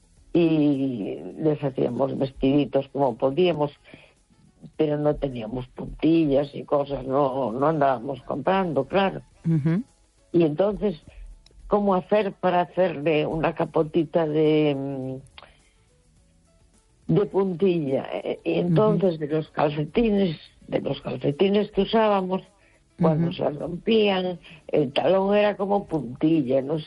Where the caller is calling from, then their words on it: A Coruña, Galicia, Spain; de La Coruña.